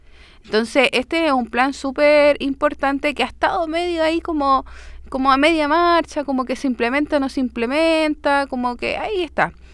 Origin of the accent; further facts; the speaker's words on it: San Bernardo, Santiago Metropolitan Region, Chile; con lo que está pasando el alcalde de San Bernardo, que yo soy de allá, tú sabes que yo soy vecina de San Bernardo.